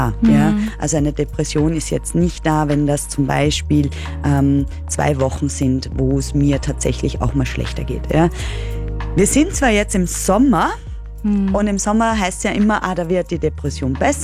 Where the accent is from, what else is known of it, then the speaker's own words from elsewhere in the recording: Lower Austria, Austria; Ich komme aus dem Waldviertel, ja. Und da in der Früh hängt der Nebel oft drinnen im Herbst.